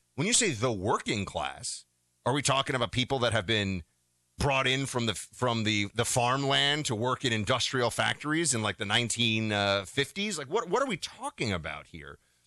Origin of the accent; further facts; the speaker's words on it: New York, United States; moved away; Now, I'm somebody who did move. I'm from New York.